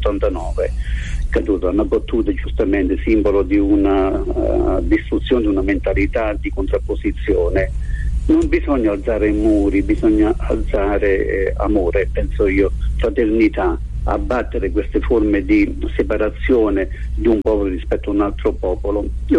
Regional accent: Airola, Campania, Italy; le suore del mio paese, Clarisse di Airola

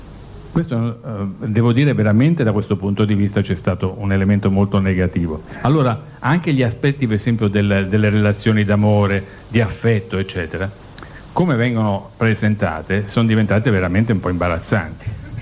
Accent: Milan, Lombardy, Italy; nel luogo dal quale vengo, da Milano o da qualunque altro centro

